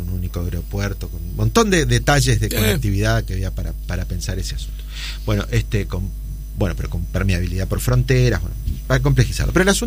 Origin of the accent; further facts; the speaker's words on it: Montevideo, Uruguay; los barrios en los que yo crecí, ¿no?, de La Teja, Cerro, Casabó